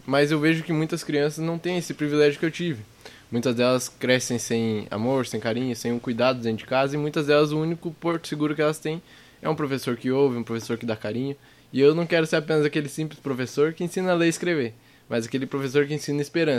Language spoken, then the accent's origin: Portuguese; Arapoti, Paraná, Brazil; Eu sou de Arapoti, que fica ali perto da região de Ponta Grossa, ali. Então, foi ali que eu nasci, me criei e estou estudando agora, né?